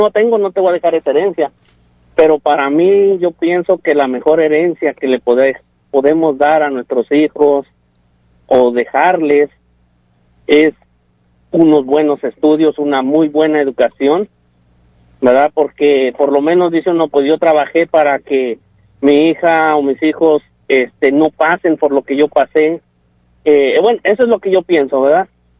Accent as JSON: {"language": "Spanish", "country": "Mexico", "said": "que venimos de México, bueno, la mayoría, no todos, ¿verdad?, porque hay otros que son de otros países, pero venimos de allá, de nuestro país o nuestra tierra"}